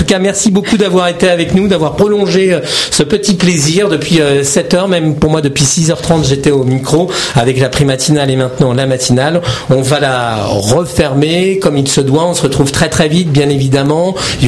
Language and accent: French; France; nous, en tant que Français, on la connaît très mal parce qu'on ne voyage pas finalement, ou très peu dans notre pays.